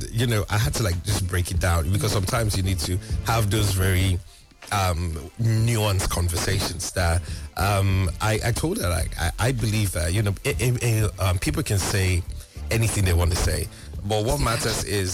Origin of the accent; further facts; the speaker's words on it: Nigeria; as Nigerian, even if I'm, you know, well-traveled and everything